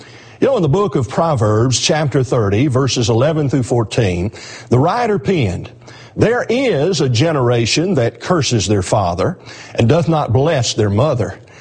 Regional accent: Alabama, United States; So we have Tennessee and Mississippi, and I'm from Alabama, so we've got a lot of the South represented today.

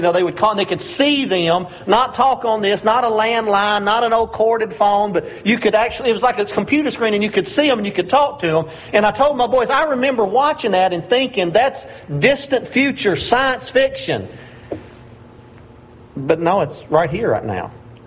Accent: Tennessee, United States; I'm from Tennessee, and it took me forever to find Pograb, Tennessee.

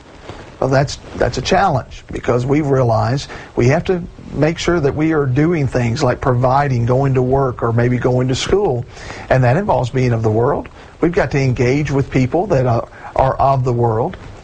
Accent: United States; I record this in the United States of America. I am an American, and I'm proud to be an American citizen.

